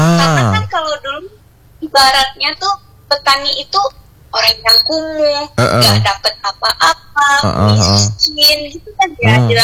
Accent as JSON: {"language": "Indonesian", "town": "Banda Aceh", "region": "Aceh", "country": "Indonesia", "lives_now": "Meulaboh, Indonesia", "said": "Kalau saya dari Banda Aceh."}